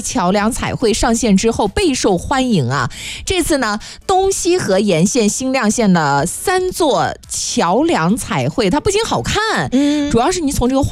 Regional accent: Fuzhou, Fujian, China

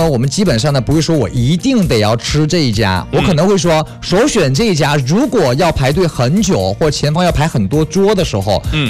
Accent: Fuzhou, Fujian, China; 因为我们福州人夜生活真的很丰富

